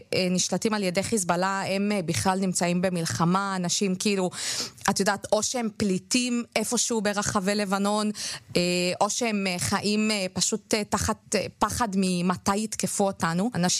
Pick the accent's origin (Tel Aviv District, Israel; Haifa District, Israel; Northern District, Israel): Northern District, Israel; Ma'alot-Tarshiha; born or raised there; also born or lived in Southern Lebanon